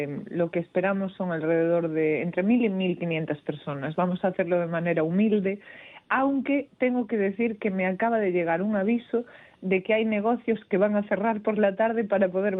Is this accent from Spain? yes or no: yes; Burela, Galicia, Spain; aunque para nosotros somos todos de Burela.